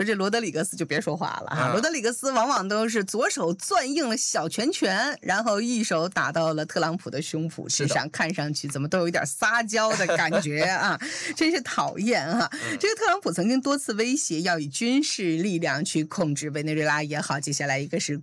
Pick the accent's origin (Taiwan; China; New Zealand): New Zealand